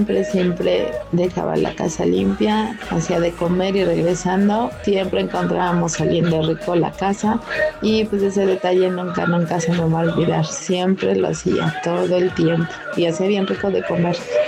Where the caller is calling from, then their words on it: Puebla, Mexico; los escucho desde la colonia El Fraccionamiento Hacienda Santa Clara